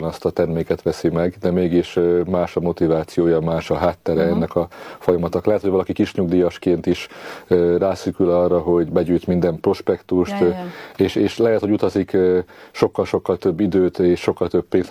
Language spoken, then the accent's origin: Hungarian; Pécs, Baranya, Hungary; Pécsen éltem, Pécsen nőttem fel